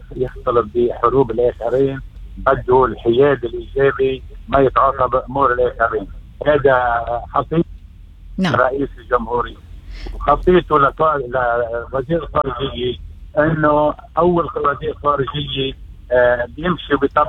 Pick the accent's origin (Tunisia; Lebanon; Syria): Lebanon; أنا كلبناني